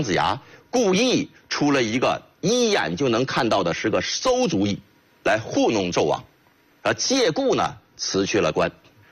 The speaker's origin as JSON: {"language": "Chinese", "country": "China", "said": "我们中国人的精神追求"}